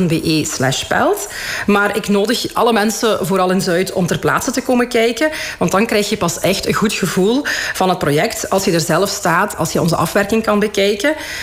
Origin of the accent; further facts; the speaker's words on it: Limburg, Belgium; Ja, dat klopt. Ik ben inderdaad van Limburg geboren en getogen.